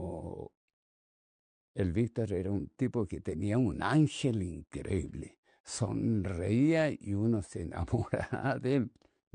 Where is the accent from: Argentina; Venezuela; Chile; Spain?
Chile; also born or lived in France; now in Santiago, Chile; Yo siempre dije porque era chileno, no puedo ser europeo, yo no soy europeo.